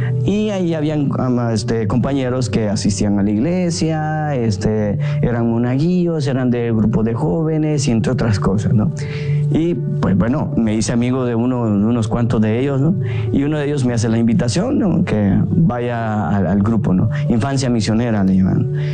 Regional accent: El Salvador; Soy originario de El Salvador y soy escolapio.

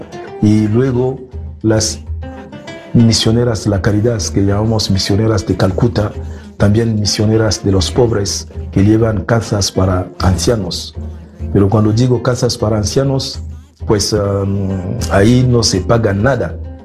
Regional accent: Republic of the Congo; del Congo Brazzaville. Soy arzobispo de la capital.

